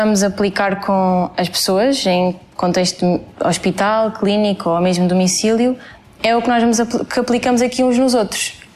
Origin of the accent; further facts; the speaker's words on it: Faro, Portugal; do segundo ano da Licenciatura em Fisioterapia. Sou de Faro, tenho 20 anos e estou pronta para começar.